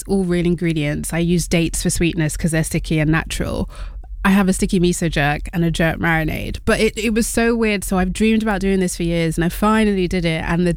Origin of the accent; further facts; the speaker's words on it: Wales, United Kingdom; Caribbean heritage and Welsh. And I just have to throw that in there. My grandma's like, don't forget to mention you're Welsh. I was like, I am proudly Welsh too.